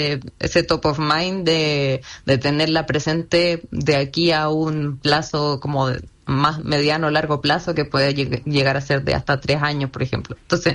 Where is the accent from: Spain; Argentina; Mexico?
Argentina